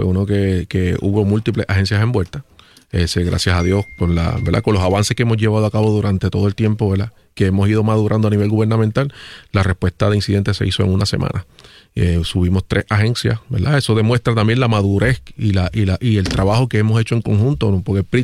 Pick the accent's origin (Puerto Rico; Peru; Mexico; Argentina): Puerto Rico; San Juan; Puerto Rico, San Juan, Puerto Rico.